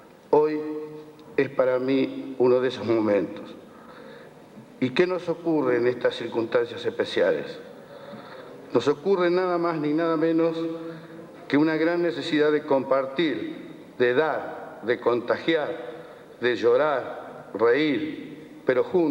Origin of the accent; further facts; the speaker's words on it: Coronel Pringles, Buenos Aires Province, Argentina; mi pueblo de Coronel Pringles.